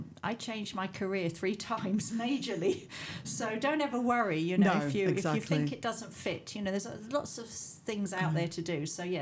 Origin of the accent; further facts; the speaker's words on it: Essex, East of England, United Kingdom; moved away; I'm an Essex girl.